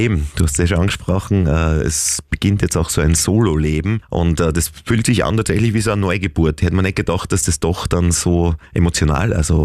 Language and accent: German; Bruck an der Mur, Styria, Austria; ich komme immer aus Bruck an der Mur und also die Eltern alle, da waren Arbeiter